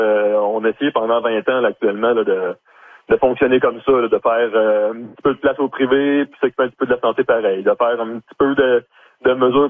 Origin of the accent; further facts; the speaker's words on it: Trois-Rivières, Quebec, Canada; Moi, je viens de Trois-Rivières, d'ailleurs.